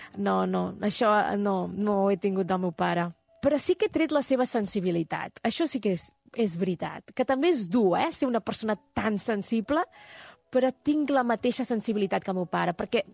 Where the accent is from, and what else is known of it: Terrassa, Catalonia, Spain